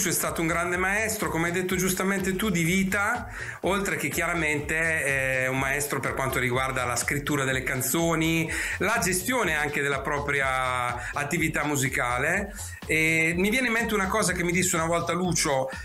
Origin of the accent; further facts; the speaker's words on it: Fano, Marche, Italy; io sono di Fano